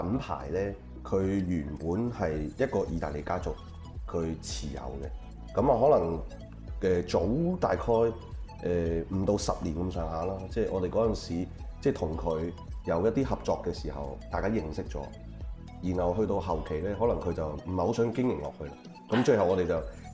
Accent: Hong Kong; born there; 我喺香港出世嘅香港人。

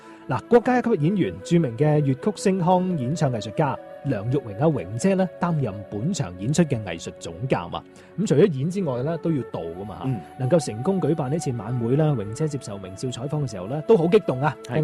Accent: Guangdong, China; 珠玑古巷咧就系我哋广府人由中原落嚟之后入到岭南第一处经过嘅地方

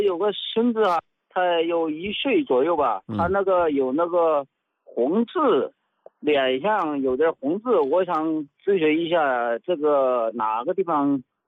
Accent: Henan, China; now in Shaoyang, China; 我老家是河南的。

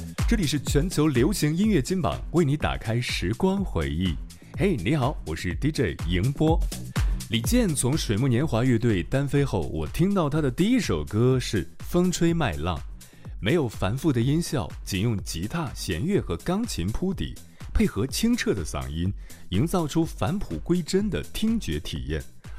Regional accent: Gongyi, Henan, China; 我的老家河南巩义

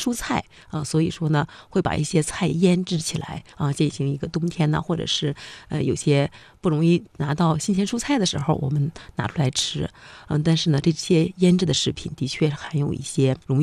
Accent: China

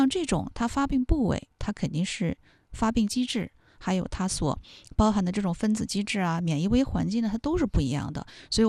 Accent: China; 但是我们中国人吧，他是一白遮百丑，我们其实是喜欢打把伞的。

